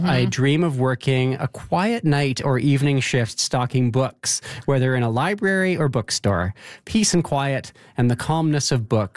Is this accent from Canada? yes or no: yes; Victoria, British Columbia, Canada; Because I grew up in Victoria and there are a lot of old buildings there with the copper roofs.